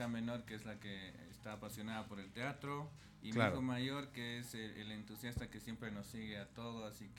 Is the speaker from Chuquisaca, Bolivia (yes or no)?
yes; Sucre, Chuquisaca, Bolivia; moved away as an adult; now in La Paz, Bolivia; yo soy de Sucre, pero me vine de Sucre en 2010 a La Paz.